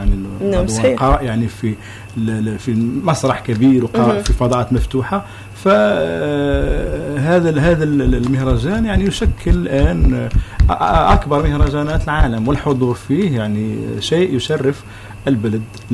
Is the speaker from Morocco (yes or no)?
yes; Morocco; كنت أنا مثلا من المغرب